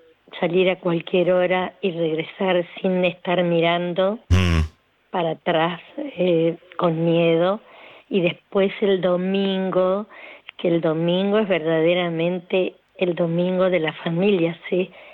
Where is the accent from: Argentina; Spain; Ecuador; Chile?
Argentina; Concepción del Uruguay, Entre Ríos; now in Florida Oeste, Argentina; Y yo soy de Florida Oeste, pero en realidad soy de Concepción del Uruguay, de Entre Ríos.